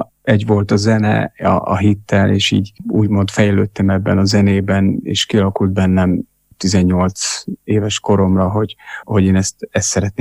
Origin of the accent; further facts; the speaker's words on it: Nagyszarva, Trnava Region, Slovakia; Nagyszarván születtem, ott éltem a gyerekkoromat egészen 20 éves, 21 éves koromig, és ott éltem, és ugye ott a római katolikus templomba voltam megkeresztelve